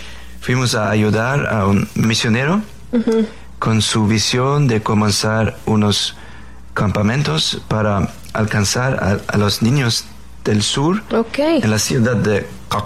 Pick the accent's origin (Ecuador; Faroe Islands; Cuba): Faroe Islands; first language Faroese; Spanish is a second language; moved away; Ya hablo feroés, naturalmente es mi lengua materna, también danés y noruega, sueco, más o menos, que son lenguas similares. He estudiado francés y alemán